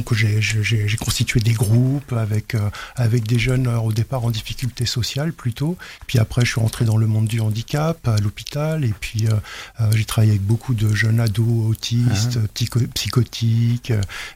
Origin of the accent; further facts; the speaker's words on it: Claye-Souilly, Île-de-France, France; Alors moi je viens de pas très loin de Meaux, plutôt de Clessouilly